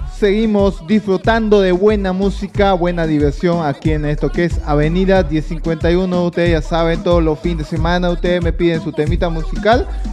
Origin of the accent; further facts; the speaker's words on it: Santa Cruz de la Sierra, Santa Cruz, Bolivia; yo no soy pues de Cochabamba, pues yo soy de aquí, Santa Cruz.